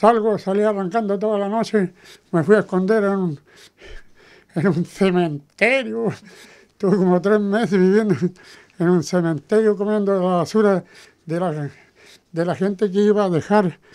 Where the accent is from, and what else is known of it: Chile; moved away as an adult; now in Australia